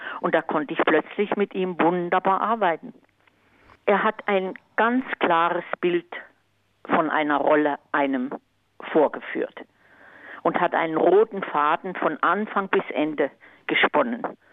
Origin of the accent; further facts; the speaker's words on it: Halle, Saxony-Anhalt, Germany; Und da bin ich sozusagen in Halle im Theater groß geworden und es gab für mich nichts anderes als Sängerin zu werden.